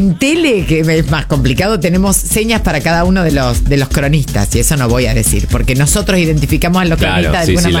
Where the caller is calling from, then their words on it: Santa Fe, Argentina; Hola chicos … de Santa Fe, trabajo en el 107 hace un año.